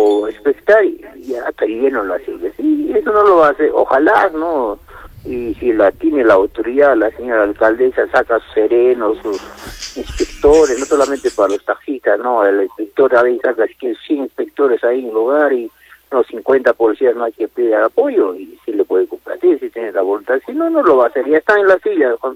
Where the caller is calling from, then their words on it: Peru; nosotros, pues, peruanos netos, a eso somos los verdaderos peruanos